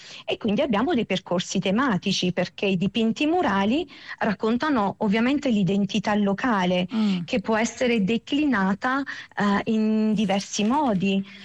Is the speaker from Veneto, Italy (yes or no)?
no; Satriano di Lucania, Basilicata, Italy; also born or lived in Belgium